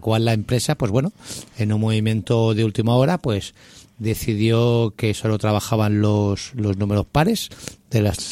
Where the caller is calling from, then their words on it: Sant Adrià de Besòs, Catalonia, Spain; Yo vivo en San Adrián del Besós